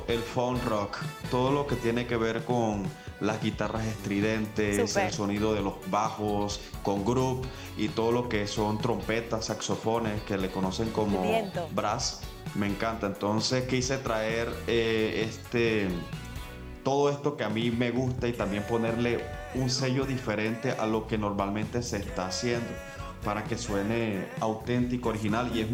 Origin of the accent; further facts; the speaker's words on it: Valledupar, Cesar, Colombia; also born or lived in Tamalameque; Soy de Valledupar, pero nací en Tamalameque, Cesar.